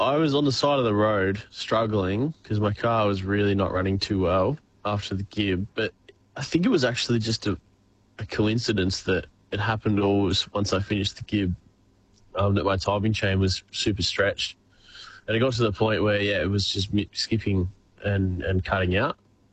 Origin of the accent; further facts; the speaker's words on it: Warragul, Victoria, Australia; Oh, I'm from Warragul mostly, yeah.